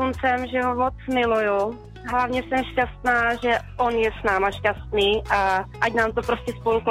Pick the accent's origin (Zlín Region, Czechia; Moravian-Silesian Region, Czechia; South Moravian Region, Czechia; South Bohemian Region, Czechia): Moravian-Silesian Region, Czechia; Havířov; Ano, z Havířova.